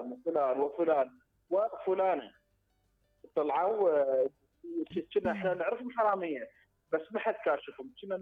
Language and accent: Arabic; Iraq; الجو حار مو بس عندنا احنا كعراقيين، الخليج كله الجو عندهم حار